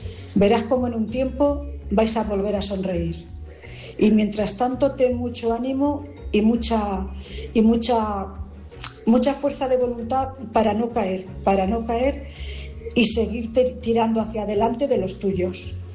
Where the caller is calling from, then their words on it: Cuenca, Castilla-La Mancha, Spain; corresponsal de Cuenca.